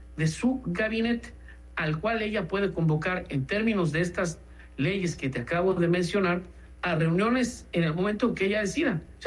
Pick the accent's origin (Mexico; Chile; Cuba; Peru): Mexico